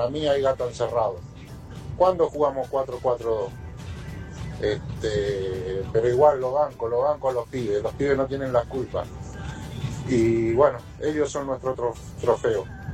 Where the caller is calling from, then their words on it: Moreno, Buenos Aires Province, Argentina; de Moreno, chofer de la app